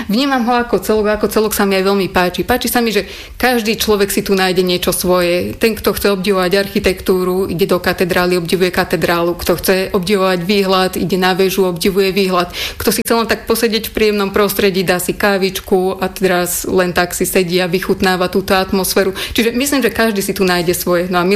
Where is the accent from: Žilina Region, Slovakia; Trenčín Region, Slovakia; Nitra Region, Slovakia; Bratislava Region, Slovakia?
Nitra Region, Slovakia; Vráble; Ja pochádzam z nedalekého mesta Vráble a študovala som tu na Univerzite Konštantína filozofa, management kultúry a turizmu.